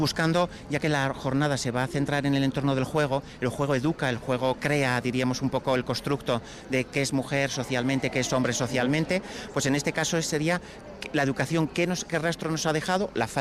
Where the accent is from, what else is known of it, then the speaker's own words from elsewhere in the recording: Treviño, Castile and León, Spain; soy de Treviño.